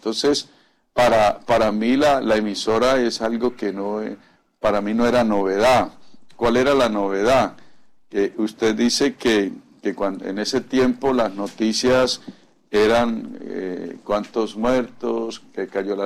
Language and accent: Spanish; Guaymaral, Bogotá, Colombia; y yo pues soy de Guaymaral